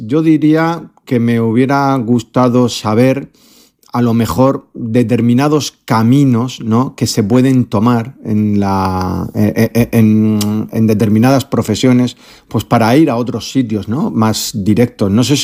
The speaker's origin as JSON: {"language": "Spanish", "region": "Region of Murcia", "country": "Spain", "said": "yo soy puro, puro murciano, yo soy"}